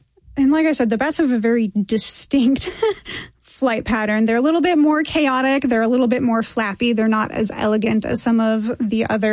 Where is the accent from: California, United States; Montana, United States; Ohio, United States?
Montana, United States; now in Tennessee, United States; I grew up in Montana.